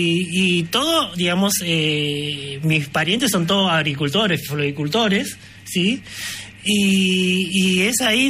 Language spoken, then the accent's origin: Spanish; Argentina; Yo nací en Argentina, ¿no? Soy argentino, sí, sí. Mis padres japoneses.